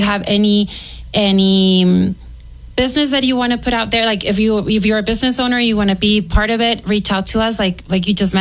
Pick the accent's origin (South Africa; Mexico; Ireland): Mexico; Ciudad Juárez, Chihuahua; now in El Paso, United States; I grew up in Juarez, and that's where I attended elementary and middle school. I did high school here, but I really didn't feel that I belonged to the school at the moment because it was my first experience in El Paso.